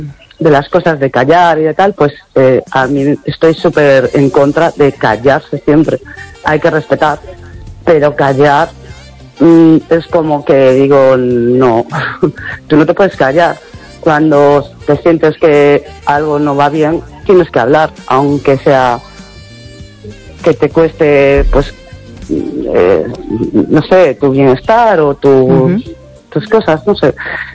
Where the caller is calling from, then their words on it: Chapela, Galicia, Spain; Pues desde Chapela.